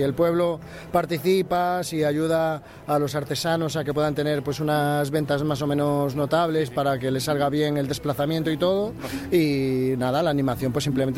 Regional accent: Vigo, Galicia, Spain; Yo, en este caso, soy, como digo, del Caribe gallego, de las Rías Baixas de Vigo.

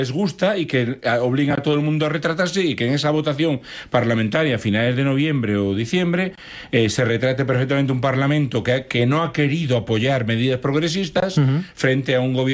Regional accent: Galicia, Spain; yo claro, soy gallego como tú

